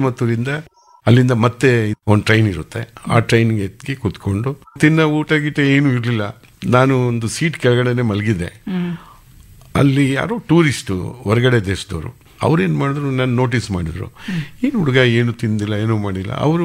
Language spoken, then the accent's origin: Kannada; Bengaluru, Karnataka, India; Sir ನಾನು Bengaluru Karnataka sir.